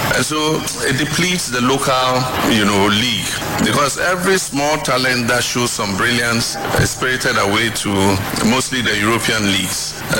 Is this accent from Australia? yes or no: no; Ghana; And there are many times that I have traveled to different countries. And once you are identified as a Ghanaian, somebody would shout, oh, Asante Kotoko, or Accra House of Folk, or Abedi Pele